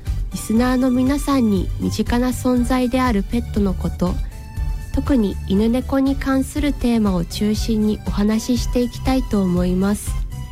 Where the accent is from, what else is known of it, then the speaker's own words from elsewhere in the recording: Takizawa, Iwate, Japan; also born or lived in Hokkaido; 私の出身地はスイカとチャグチャグうまっこで有名な滝沢市です。2013年までは人口日本一の村としても有名でした。